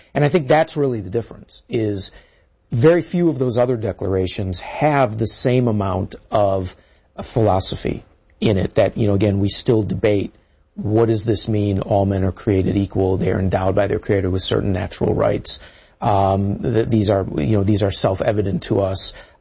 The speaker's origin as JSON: {"language": "English", "region": "Midwest", "country": "United States", "said": "I'm from the Midwest."}